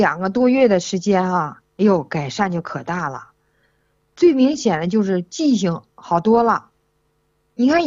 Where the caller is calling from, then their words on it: Baoding, Hebei, China; 我是河北保定的。